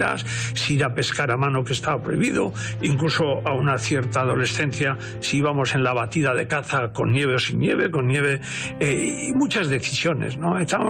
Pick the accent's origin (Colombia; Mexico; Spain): Spain; Isaba, Navarre; Yo soy de Isaba, Valle del Roncal. Es uno de los pueblos más bonitos del País Vasco.